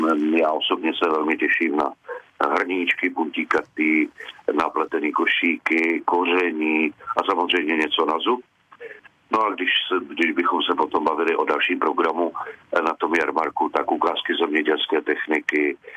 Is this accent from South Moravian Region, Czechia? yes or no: yes; Znojmo District, South Moravian Region, Czechia; Já sám jsem z Moravy, ze Znojemska